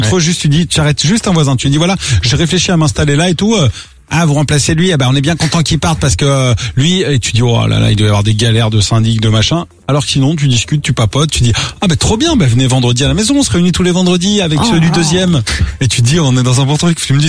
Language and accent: French; Pouzauges, Pays de la Loire, France; now in Paris, France; moi j'ai grandi vraiment à Pouzeau, j'ai la campagne en Vendée. Je peux te dire, la première maison était à 2 km